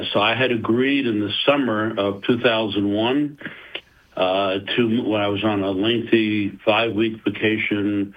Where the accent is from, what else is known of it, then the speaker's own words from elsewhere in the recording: New York City, New York, United States; I grew up in Brooklyn.